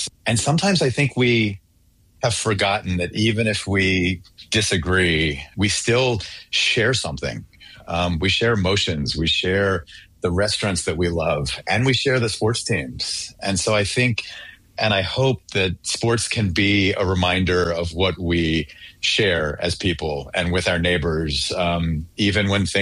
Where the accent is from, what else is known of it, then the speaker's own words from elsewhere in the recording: Pittsburgh, Pennsylvania, United States; I moved to Pittsburgh when I was 5 years old and, spent most of my childhood living with my mom, just the two of us.